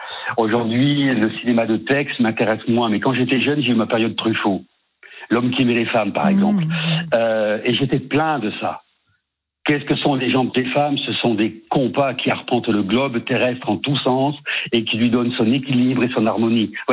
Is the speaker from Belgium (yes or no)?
no; Mediterranean south of France, France; born there; accent: southern, sing-song accent; moved away as an adult; also born or lived in Brittany; now in Paris, France; je suis né dans le Sud-Ouest et j'ai vécu 22 ans dans le bassin méditerranéen.